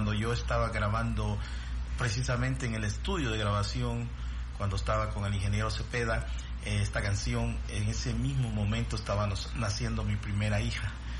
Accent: El Salvador; así somos nosotros los salvadoreños

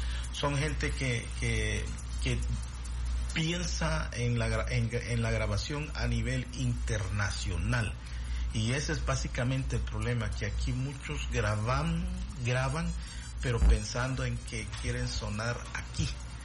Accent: El Salvador; now in Los Angeles, United States; Sí, le digo, soy del Salvador.

